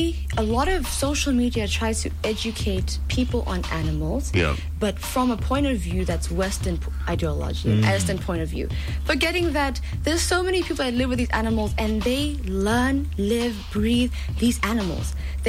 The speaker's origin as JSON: {"language": "English", "country": "Botswana", "tie": "born or raised there", "said": "And I grew up in Botswana. And even though my Setswana is, it's getting there. I'm learning Setswana."}